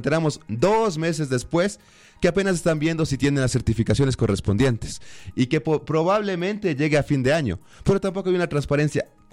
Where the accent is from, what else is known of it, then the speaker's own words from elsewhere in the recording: Ecuador; Los niños no somos, los niños ecuatorianos no somos conejillos de indias para que el Estado pruebe medicina si funciona o no